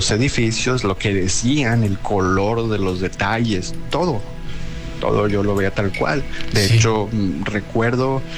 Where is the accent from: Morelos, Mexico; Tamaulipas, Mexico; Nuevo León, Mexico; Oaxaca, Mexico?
Nuevo León, Mexico; Monterrey; now in United States; yo soy de Monterrey, de México. Y la primera vez que yo vine aquí a Estados Unidos de vacaciones o para conocer, yo tenía alrededor de... estaba por cumplir los 18 años, tenía 17 años